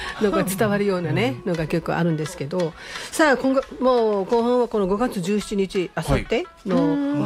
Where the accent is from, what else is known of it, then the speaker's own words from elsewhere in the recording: Okinawa, Japan; now in Amami, Japan; いや私はもともと沖縄出身ではありますけどね。